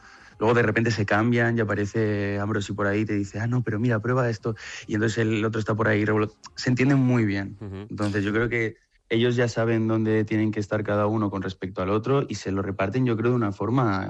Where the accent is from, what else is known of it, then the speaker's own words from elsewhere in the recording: Valencian Community, Spain; Soy valenciano, pero mi mallorquín no está muy listo.